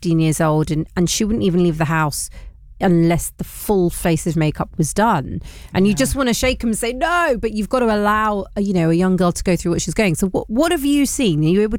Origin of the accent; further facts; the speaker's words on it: London, United Kingdom; I came from my hometown of Hounslow Central.